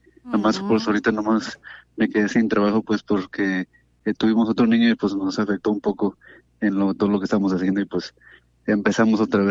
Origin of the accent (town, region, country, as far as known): Jalisco, Mexico; now in Santa Ana, United States